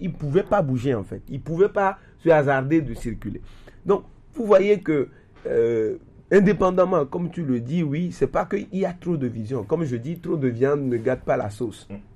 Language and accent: French; Togo